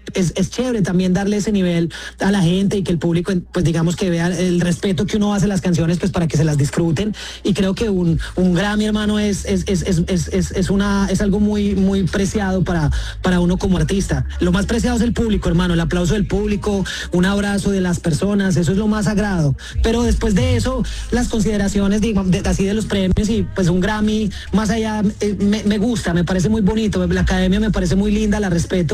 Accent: Colombia; ahí es donde empezamos a batallar como colombianos

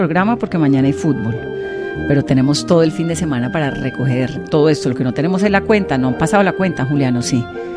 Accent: France; Pero yo soy mucho más francesa, por supuesto, mi corazón está mucho más vinculado a Francia que a Marruecos.

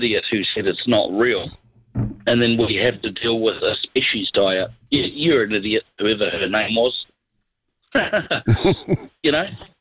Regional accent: New Zealand; now in Australia; I love my home country.

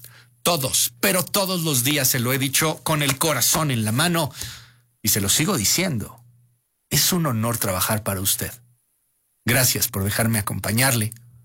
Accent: Mexico; A mí orgullosamente me gusta decir que soy mexicano.

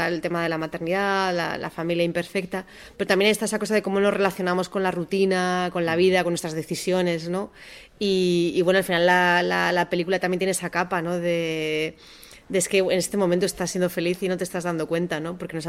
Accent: Basque Country, Spain; Yo soy del País Vasco y es como vasco

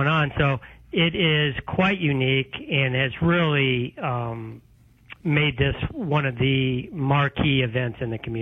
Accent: Charleston, Illinois, United States; I grew up in Charleston

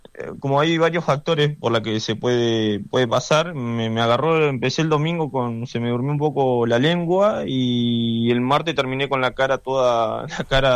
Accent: Neuquén, Argentina; yo de verdad que soy de Neuquén, pero se me ha pegado un poquito la tonada. Es difícil todo el día escuchando a los cordobeses que no se te pegue un poco.

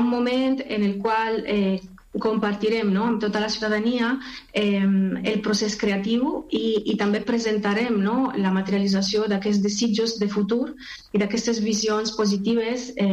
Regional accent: Valencian Community, Spain; el paper que té en la nostra identitat com a valencianes

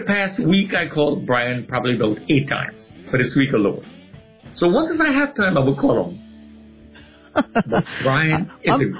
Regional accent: Canada; I was born and raised in Canada.

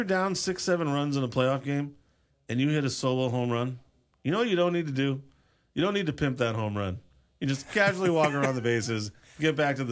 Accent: Honolulu, Hawaii, United States; you live in Hawaii Kai, you get that, you know, people like the stigma with money.

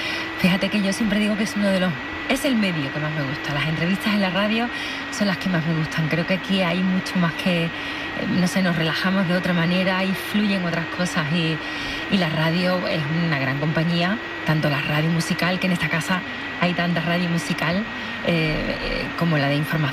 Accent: Seville, Andalusia, Spain; fíjate que soy de Sevilla, que no tenemos mar, pero ahí está muy cerquita Cádiz

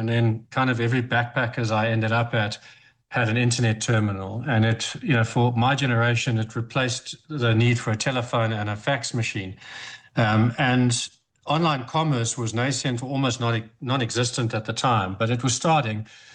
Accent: Cape Town, Western Cape, South Africa; So I was born and bred in Cape Town. I went to high school at St. Stithians and then went to UCT for university.

